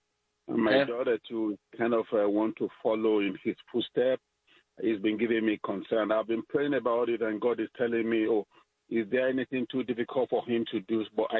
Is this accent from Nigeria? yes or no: yes; Nigeria; Originally from Nigeria.